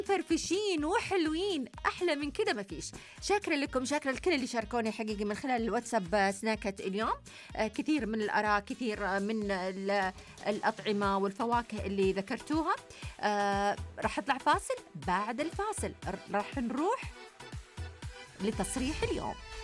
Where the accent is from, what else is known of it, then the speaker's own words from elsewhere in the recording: Saudi Arabia; إحنا عندنا في المملكة العربية السعودية